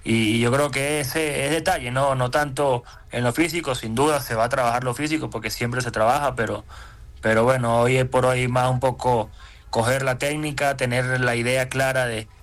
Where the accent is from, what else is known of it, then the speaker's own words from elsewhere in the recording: Venezuela; now in Bolivia; yo soy venezolano, yo viví cosas difíciles también en mi país